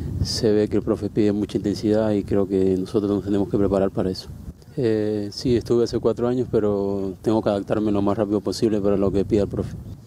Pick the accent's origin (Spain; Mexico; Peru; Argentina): Peru; estar aquí representando a mi país.